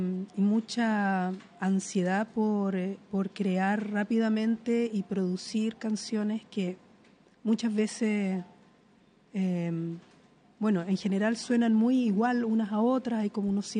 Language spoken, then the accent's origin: Spanish; Chile; Ella dejó una huella que nos identifica como chilenos.